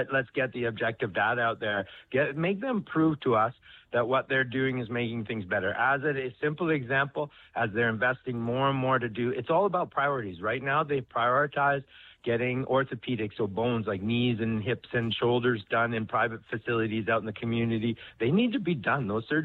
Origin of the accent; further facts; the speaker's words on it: Alberta, Canada; I'm a Canadian. I'm an Albertan.